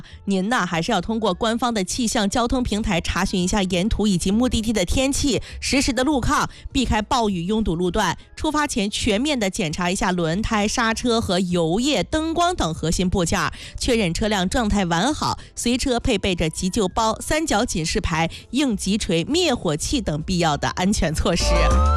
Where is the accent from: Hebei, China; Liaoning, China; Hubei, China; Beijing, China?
Hebei, China; Shijiazhuang; 这个就是咱们石家庄人普通的最熟悉的饭桌的味道